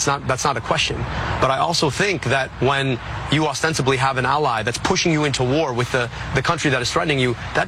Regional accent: Rochester Hills, Michigan, United States; I was born in 1984, right, down the street in Rochester Hills. I was raised here in Michigan, went to the University of Michigan

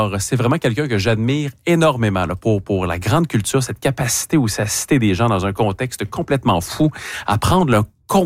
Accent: Quebec, Canada; Je vais vous dire en tant que québécois.

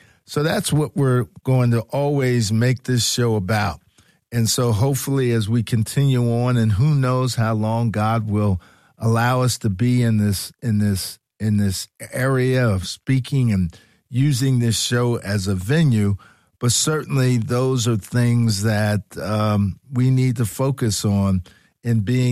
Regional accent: Philadelphia, Pennsylvania, United States; Because we're from Philadelphia and we love the Lord, but we also love our sports here in Philly

